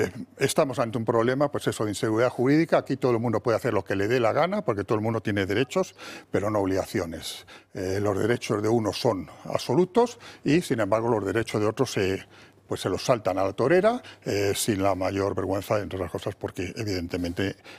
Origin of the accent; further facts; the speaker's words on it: Madrid, Community of Madrid, Spain; como madrileño, es uno de los sitios esenciales de mi ciudad